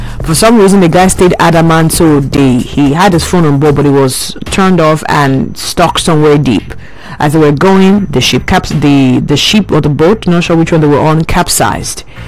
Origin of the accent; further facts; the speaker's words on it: Nigeria; And as a Nigerian, you're already not orderly anyway.